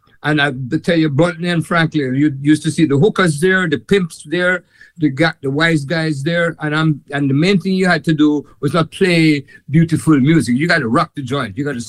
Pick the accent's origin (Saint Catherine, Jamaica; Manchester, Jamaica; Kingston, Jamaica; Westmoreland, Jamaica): Kingston, Jamaica; I am from Kingston, Jamaica, born and raised in Kingston. And from I'm 4 years old, I started playing the piano